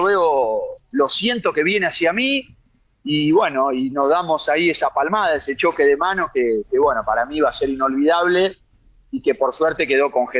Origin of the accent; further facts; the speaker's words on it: Argentina; yo empecé a gritar el gol como un hincha más, como un argentino más